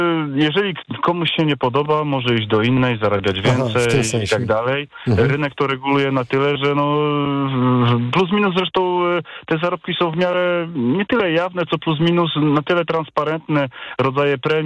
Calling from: Silesian Voivodeship, Poland; ja pochodzę ze Śląska, tutaj sytuacja jest dosyć industrialna

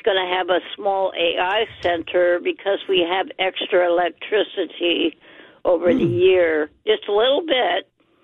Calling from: Alaska, United States; my small town in Alaska.

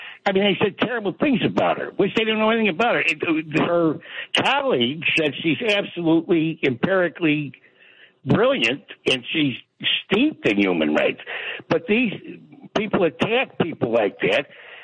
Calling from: United States; I was always proud of being American

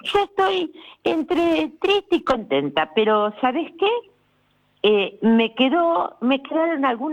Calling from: Argentina

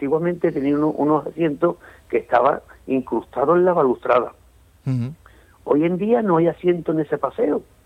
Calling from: Cádiz, Andalusia, Spain; yo de Cádiz.

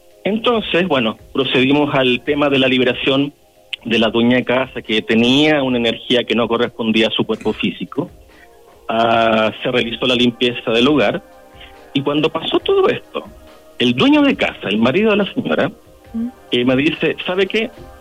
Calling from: Maipú, Santiago Metropolitan Region, Chile; De aquí, de la comuna de Maipú, República Independiente Maipú.

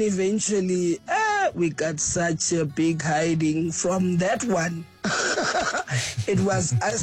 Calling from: Katlehong, Gauteng, South Africa; we're from Katlehong.

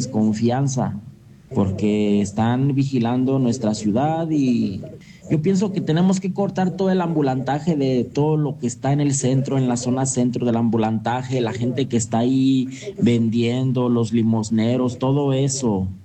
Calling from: Aguascalientes, Mexico

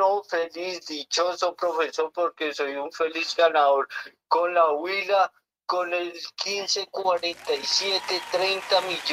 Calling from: Bogotá, Colombia; De Bosa Palestina, profesor.

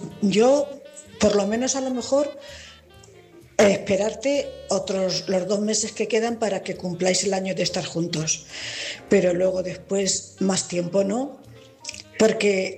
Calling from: Cuenca, Castilla-La Mancha, Spain; Buenas noches … corresponsal de Cuenca.

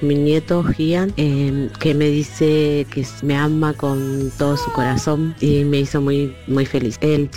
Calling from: San Francisco Solano, Buenos Aires Province, Argentina; de Solano.

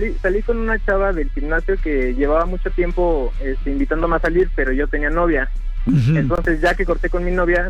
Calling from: Naucalpan, State of Mexico, Mexico; Estoy en el Estado de México en Satélite.

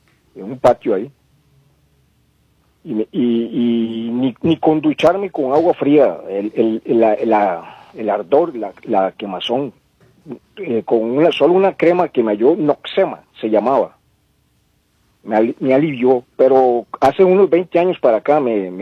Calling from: Desamparados, San José, Costa Rica; de Desamparados.

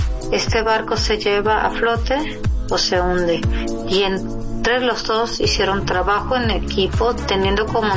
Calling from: Zapopan, Jalisco, Mexico; soy de Zapopan, Jalisco.

